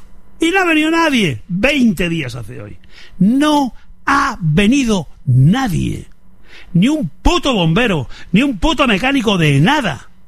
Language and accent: Spanish; El Tiemblo, Castile and León, Spain; En mi pueblo el prefijo es el 91. Como si fuera un Madrid. Telefónicamente pertenecemos a Madrid, geográficamente pertenecemos a Castilla y León, a Ávila.